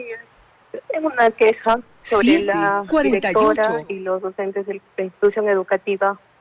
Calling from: Paucarpata, Arequipa, Peru; Yo vivo en Paucarpata.

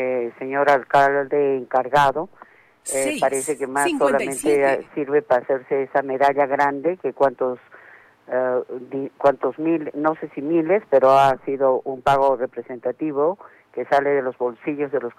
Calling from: Arequipa, Peru; soy una vecina de José Luis Bustamante Rivero

